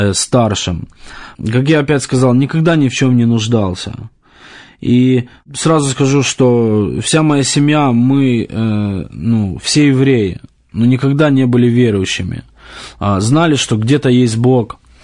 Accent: Ukraine; now in Philadelphia, United States; я из Украины, уже 19 лет живу в Соединенных Штатах Америки, и мы с семьей эмигрировали в 1989 году.

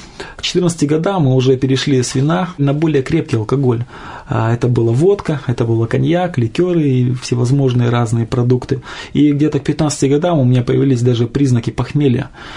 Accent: Petropavlovsk-Kamchatsky, Kamchatka Krai, Russia; moved away as an adult; also born or lived in Khabarovsk; Я приехал с Дальнего Востока, родился в городе Хабаровск, и будучи в юном возрасте, около 5 лет, меня родители перевезли в город Петропавловск-Камчатский, где я практически и прожил все это время до недавнего времени. Я родился в простой семье рабочих

